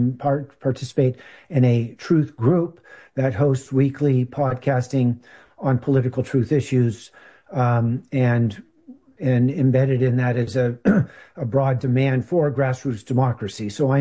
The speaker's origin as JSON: {"language": "English", "town": "Portland", "region": "Oregon", "country": "United States", "said": "Now, I am from Portland, Oregon, as I said."}